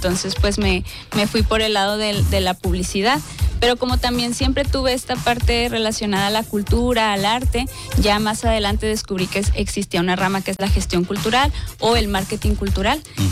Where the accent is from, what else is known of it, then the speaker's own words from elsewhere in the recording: Ciudad Juárez, Chihuahua, Mexico; also born or lived in Puebla; mis papás migraron cuando yo tenía 4 años. Entonces, chiquilla, pues tengo ya toda mi vida aquí en Juárez.